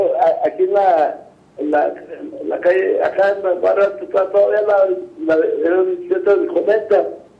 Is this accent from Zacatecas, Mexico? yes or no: yes; Plateros, Zacatecas, Mexico; also born or lived in Mexico City; Ya venimos en bicicleta de Plateros.